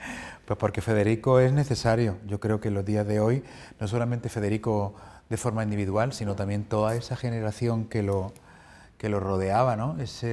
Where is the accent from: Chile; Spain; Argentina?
Spain